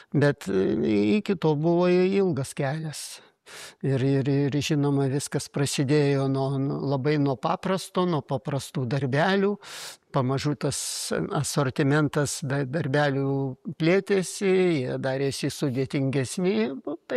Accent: Vilnius, Vilnius County, Lithuania; now in Trakai, Lithuania; Va, tai mes iš Vilniaus pabėgom ir dabar gyvenam va, čia netoli Trakų.

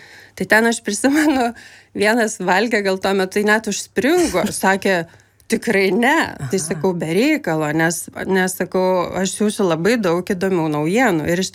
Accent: Vilnius, Vilnius County, Lithuania; Tikrai aš užaugau Aklųjų rajone Vilniuje, aš labai myliu žmonės

